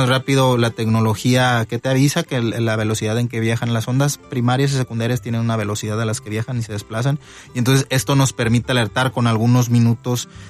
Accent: Mexico

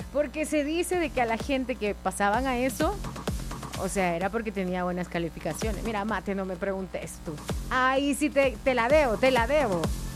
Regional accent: El Salvador; ¿Será que nosotros, como salvadoreños, también tenemos ese amor por la patria, por nuestro país, por nuestra cultura?

